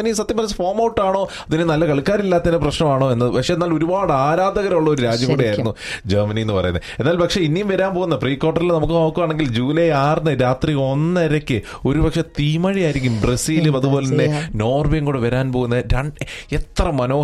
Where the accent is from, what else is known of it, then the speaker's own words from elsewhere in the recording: Kuttanad, Kerala, India; നമ്മുടെ ചമ്പക്കുളങ്ങാര് ഞങ്ങളുടെ കുട്ടനാടുകാരെല്ലാം